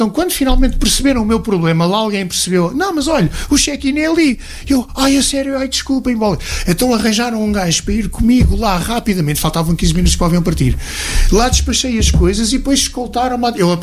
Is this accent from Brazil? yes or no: no; Portugal; Eu sou de Portugal, é o país do Cristiano Ronaldo